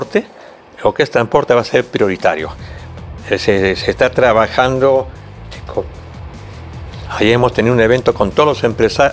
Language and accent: Spanish; Lima, Peru; born there; Yo soy nacido en el RIMAC, en la calle Virú 143, Aramba. Altos, a una cuadra de...